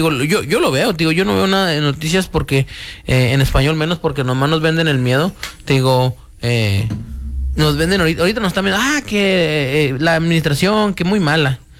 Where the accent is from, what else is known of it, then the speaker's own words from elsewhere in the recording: Mexico; now in United States; desde que venimos de México, sabemos que corremos ese riesgo